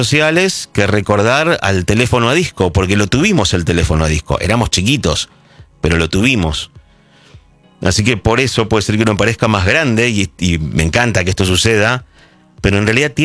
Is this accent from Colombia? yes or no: no; Chaco, Argentina; Los otros los jugaba yo cuando chica en el Chaco. A mí me hacían muñecas de trapo y a mis hermanos pelotas de medias.